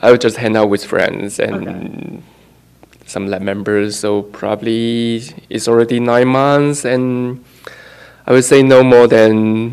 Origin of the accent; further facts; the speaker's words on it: China; moved away as an adult; now in Canada; I'm from China.